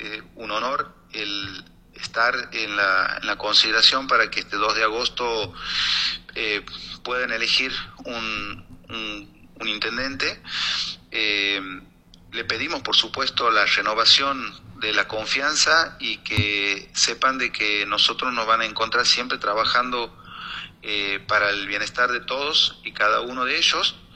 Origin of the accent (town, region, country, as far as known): Argentina